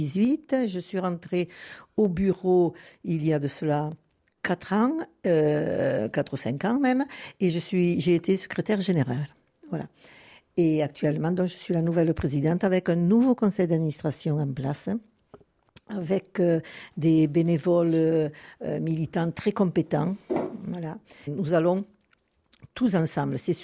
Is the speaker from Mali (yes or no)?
no; La Roque-de-Fa, Occitanie, France; commencé au foyer ESAT à la Roque-de-Fa en tant que cuisinière. Je suis de là